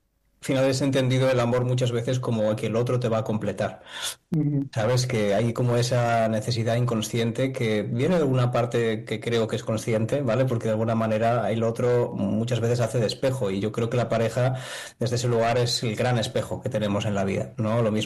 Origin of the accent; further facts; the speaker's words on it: Galicia, Spain; Sí, soy gallego, aunque hablo y entiendo catalán también, pero bueno, me costaría más porque hay alguna palabreja que meto por ahí aún, sigo aprendiendo